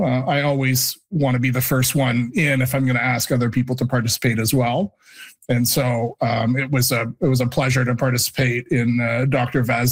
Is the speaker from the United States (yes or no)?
no; Canada; And I'm always very proud as a Canadian of the incredible work that our research community does here.